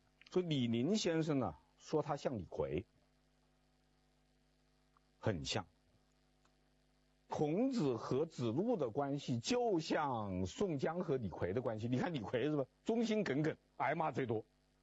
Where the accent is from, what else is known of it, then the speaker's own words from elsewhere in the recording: Beijing, China; 用咱们北京人的话说